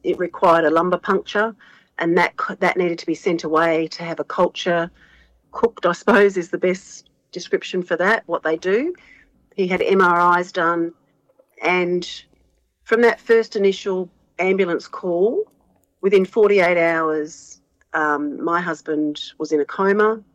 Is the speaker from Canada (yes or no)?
no; Perth, Western Australia, Australia; now in Tom Price, Australia; So I live in Tom Price in the Pilbara, in a mining town there. I'm originally from Perth, and I've spent many, many years living in regional mining towns